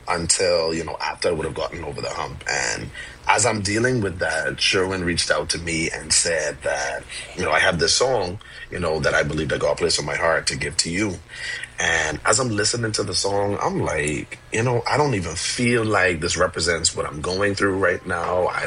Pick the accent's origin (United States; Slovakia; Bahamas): Bahamas; Nassau, New Providence; I am a Bahamian. I've been born and raised in Nassau, Bahamas.